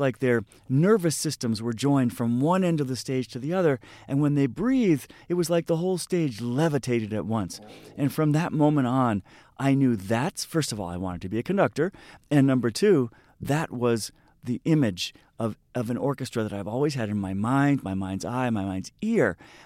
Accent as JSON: {"language": "English", "town": "Boston", "region": "Massachusetts", "country": "United States", "tie": "born or raised there", "moved": "as an adult", "lives_now": "Chicago, United States", "said": "Well, sure. I'm from Boston. I grew up there. I moved to Chicago about 10 years ago."}